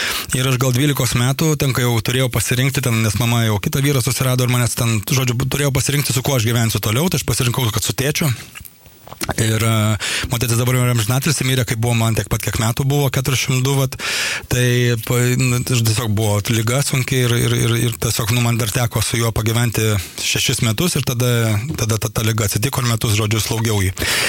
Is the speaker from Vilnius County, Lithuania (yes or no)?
yes; Siesikai, Vilnius County, Lithuania; now in Utena, Lithuania; aš iš Siesikų, aš visą laiką tik tai, kad šalia, kad suprastų žmonės, tai iš Siesikų, nes aš Siesikos jau baigiau gimnaziją, ten aš ne iš Ukmergės, nes visą laiką irgi daug kas sako, o, Ukmergiškis, nu, sakau, aš ten šalia 20 km.